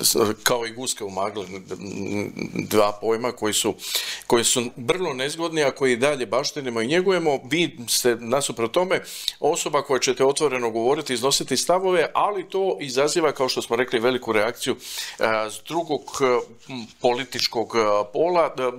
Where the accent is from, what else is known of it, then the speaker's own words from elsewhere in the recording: Croatia; Mi smo Hrvati